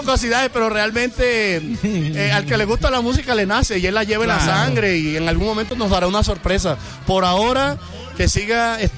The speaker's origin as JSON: {"language": "Spanish", "country": "Colombia", "lives_now": "Bogotá, Colombia", "said": "Somos colombianos."}